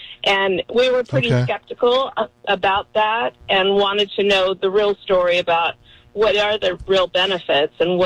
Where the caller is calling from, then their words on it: Los Angeles, California, United States; From Los Angeles.